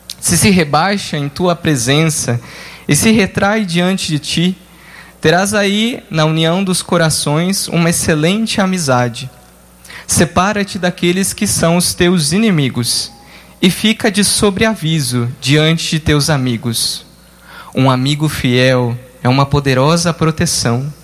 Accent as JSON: {"language": "Portuguese", "town": "Rio Azul", "region": "Paraná", "country": "Brazil", "tie": "born or raised there", "said": "Sou natural de Rio Azul, Paraná"}